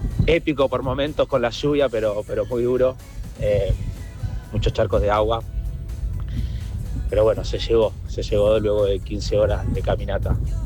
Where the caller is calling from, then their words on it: Morón, Buenos Aires Province, Argentina; soy … de Morón